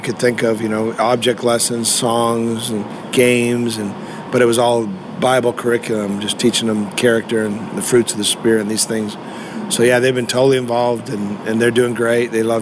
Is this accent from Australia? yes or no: yes; Australia; I don't think we've had our Australians yet. So we're calling from the Thunder Down Under, calling for them to come on up and join us.